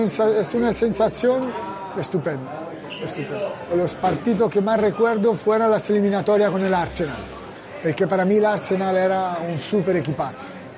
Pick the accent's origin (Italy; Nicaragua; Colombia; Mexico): Italy; Spanish is a second language; moved away; soy italiano, que creo que me he sentido más valenciano que muchos de aquí.